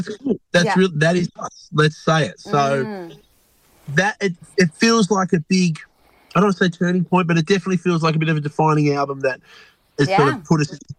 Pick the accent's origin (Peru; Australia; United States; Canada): Australia; we are Aussie blokes.